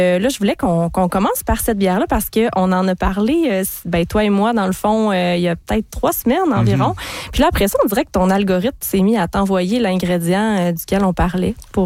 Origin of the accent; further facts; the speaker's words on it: Sept-Îles, Quebec, Canada; moved away; je viens de Sept-Îles.